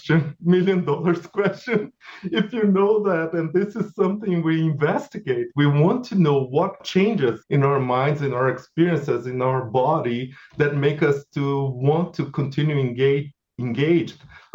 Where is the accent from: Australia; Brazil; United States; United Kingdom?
Brazil; English is a second language; moved away; And sometimes I remember I came from Brazil.